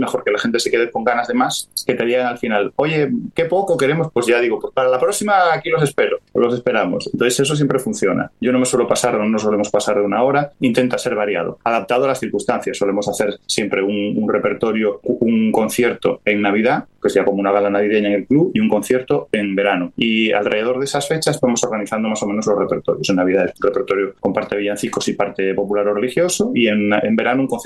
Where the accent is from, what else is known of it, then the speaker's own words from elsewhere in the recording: Galicia, Spain; now in Canary Islands, Spain; Galicia, que además es mi tierra. Yo, bueno, yo vivo en Canarias hace ya casi 30 años y soy como adoptado aquí, como todo el mundo me dice, pero yo gallego siempre seré